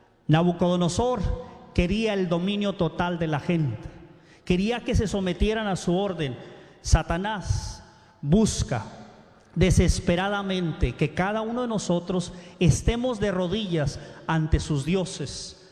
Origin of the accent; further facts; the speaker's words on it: Mexico; ¿Qué es lo que sucede en las películas, los que somos de México, esas películas de al que lo habían dejado